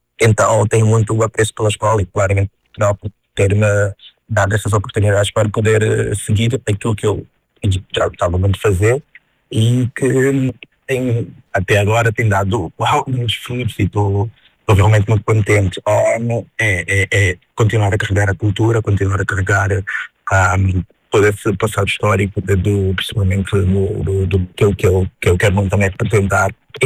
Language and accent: Portuguese; Luanda, Angola; now in Portugal; sendo angolano